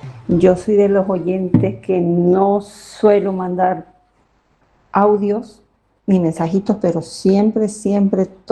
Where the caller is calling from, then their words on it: Huelva, Andalusia, Spain; te escucho desde Huelva, Andalucía, España.